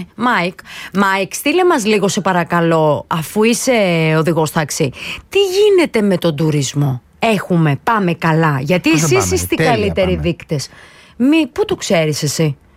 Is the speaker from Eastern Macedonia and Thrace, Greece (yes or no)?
no; Thessaloniki, Central Macedonia, Greece; also born or lived in Giannitsa; Επίσης, εγώ μεγάλωσα στη Θεσσαλονίκη, μεγάλωσα στα Γιαννιτσά. Είναι κάποιες εκφράσεις που δεν τις λέγαμε.